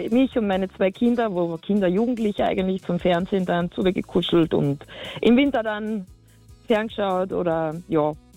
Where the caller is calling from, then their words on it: Hochfeistritz, Carinthia, Austria; Du, ich sitze da gerade bei uns daheim in Hochfeistritz unter unserem 60-jährigen Lindenbaum